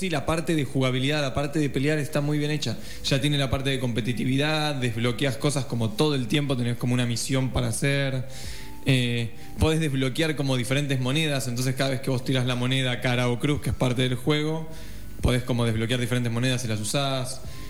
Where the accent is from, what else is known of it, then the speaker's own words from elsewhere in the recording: Argentina; Creo que soy ese argentino en el medio de la TAM.